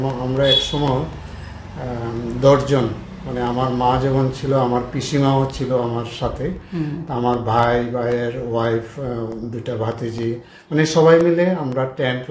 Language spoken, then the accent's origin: Bangla; Sonamura, Tripura, India; born there; moved away as an adult; now in Udaipur, India; আমার বাড়িও সোনামুড়ার খাসচুমড়ি গ্রামে।